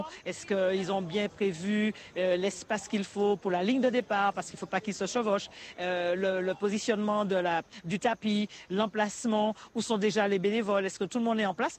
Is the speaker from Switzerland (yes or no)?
no; Fort-de-France, Martinique; Je suis née ici à Balata, j'ai grandi ici, j'étais à l'école ici.